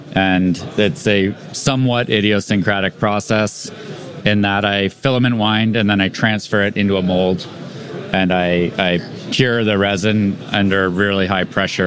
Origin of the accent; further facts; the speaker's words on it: Ontario, Canada; Sorry, no, I'm from just outside of Toronto.